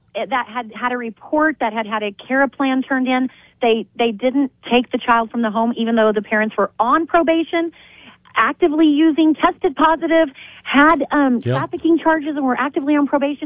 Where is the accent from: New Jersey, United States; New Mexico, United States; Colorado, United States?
New Mexico, United States; I'm from Sierra County. I represent Socorro, Sierra, and Doñana, very rural part.